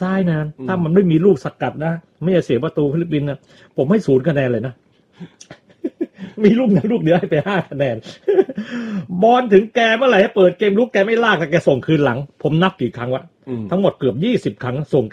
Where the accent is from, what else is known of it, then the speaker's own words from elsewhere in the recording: Southern Thailand, Thailand; เราคนใต้เห็นเหตุการณ์ทางใต้มันรายวันเลยนะ